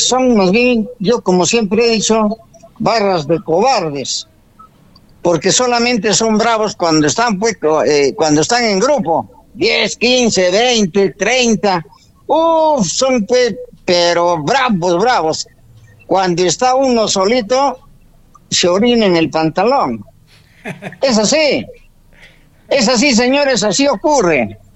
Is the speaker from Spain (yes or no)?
no; Peru; nuestro querido Perú